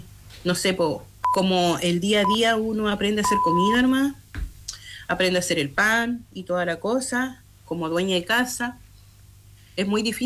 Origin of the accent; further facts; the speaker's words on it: Puerto Gaviota, Aysén, Chile; moved away as an adult; now in Puerto Cisne, Chile; yo me crecí en Puerto Gaviota. Vine cuando tenía 19 años, perdón, acá a Puerto Cisne.